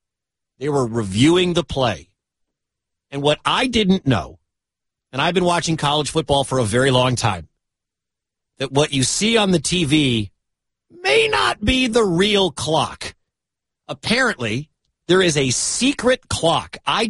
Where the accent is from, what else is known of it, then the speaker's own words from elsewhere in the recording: Detroit, Michigan, United States; I am a huge Michigan fan. I am from Detroit.